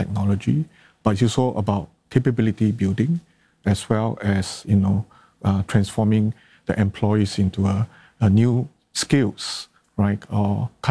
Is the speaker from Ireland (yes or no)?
no; Singapore; Then I think being a Singaporean, so I'm being an entrepreneur